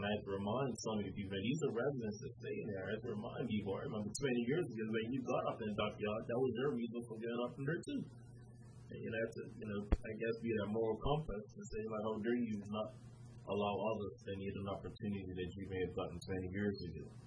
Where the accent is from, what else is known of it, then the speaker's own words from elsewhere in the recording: Somerset, Sandys Parish, Bermuda; I'm from Somerset, right? And Somerset between Somerset Bridge and Walker Bridge.